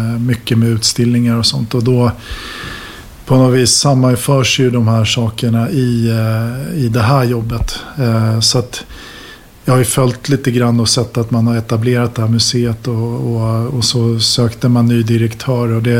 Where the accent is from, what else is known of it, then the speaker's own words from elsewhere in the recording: Sweden; moved away as an adult; also born or lived in Finland; now in Norway; jag har finskt pass och så har jag vuxit upp I Sverige och så jobbat I Norge I över 15 år. Men den där finska bakgrunden är ju har gett mig en minoritetsbakgrund då